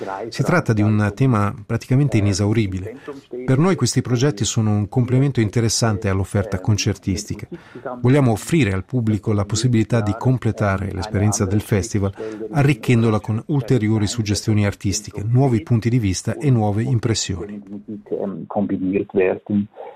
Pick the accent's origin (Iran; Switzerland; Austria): Switzerland; Basel, Basel-Stadt; Io vengo da Basilea e scherzando potrei dire che per me già Olten rappresenta il sud.